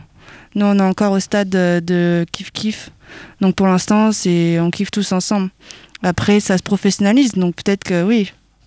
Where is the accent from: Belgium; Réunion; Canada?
Réunion; moved away as an adult; now in Rennes, France; J'ai commencé sur ma terrasse à La Réunion il y a longtemps.